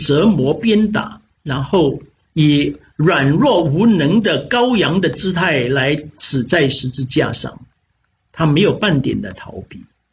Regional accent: Hong Kong; moved away as an adult; 我心里想我在香港长大，我一直都没有离开过香港

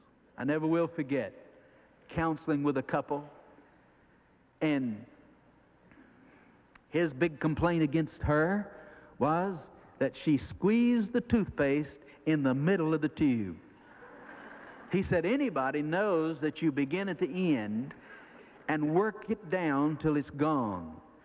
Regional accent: Jacksonville, Florida, United States; I grew up out here in Riverside, here in Jacksonville

